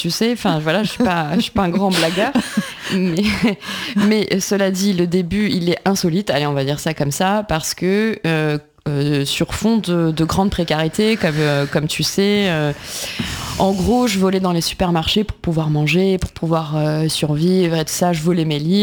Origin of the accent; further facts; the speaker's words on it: Marseille, Provence-Alpes-Côte d'Azur, France; moved away; enfin je venais de Marseille moi, donc je débarquais à Paris